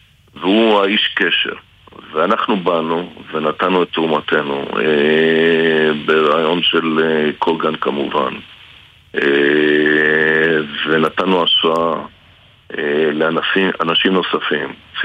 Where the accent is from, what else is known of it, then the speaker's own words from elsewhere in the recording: Kiryat Shmona, Northern District, Israel; moved away as an adult; now in Nahariya, Israel; אני יליד קריית שמונה, אמנם אני היום גר בנעריה